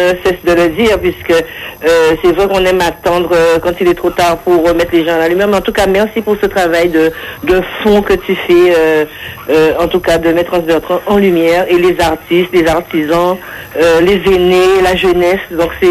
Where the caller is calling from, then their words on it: France; je suis en France moi-même.